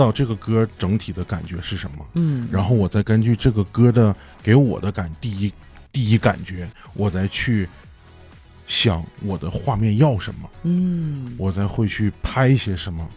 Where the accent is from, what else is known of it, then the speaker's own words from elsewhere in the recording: Changchun, Jilin, China; 我们长春的一些现在文旅的一些打卡地嘛，过去我小的时候在里面都是